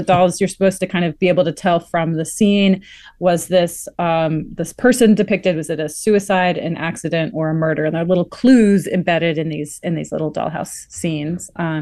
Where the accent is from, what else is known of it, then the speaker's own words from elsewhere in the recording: East Coast, United States; moved away as an adult; now in Texas, United States; I've spent most of my career living in Texas, although I'm from the East Coast